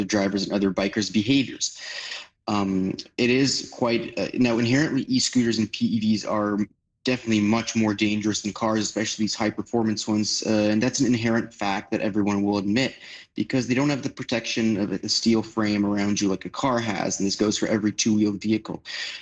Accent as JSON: {"language": "English", "town": "Vancouver", "region": "British Columbia", "country": "Canada", "tie": "born or raised there", "lives_now": "Poland", "said": "Greetings to Vancouver, my hometown from Poland."}